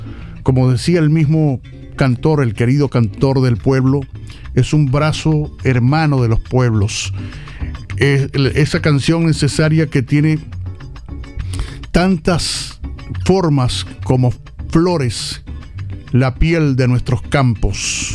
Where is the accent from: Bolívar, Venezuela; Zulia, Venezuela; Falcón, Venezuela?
Zulia, Venezuela; Maracaibo; Y cuando hablo de Maracaibo, me refiero a la capital, por supuesto, pero a nuestra querida tierra del sol amada, a nuestra ciudad, que es la primera de Venezuela